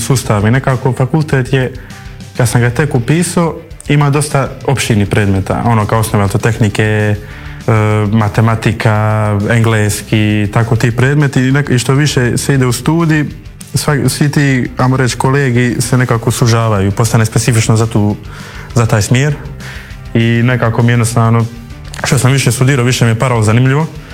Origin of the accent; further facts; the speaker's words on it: Dubrovnik, Dubrovnik-Neretva County, Croatia; ja sam tu iz Dubrovnika